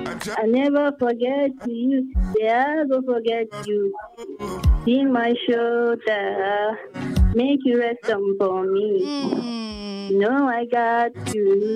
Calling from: Lagos, Nigeria; I'm calling from Lagos.

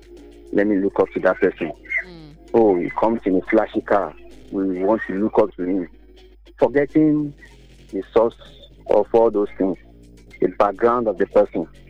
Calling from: Nigeria

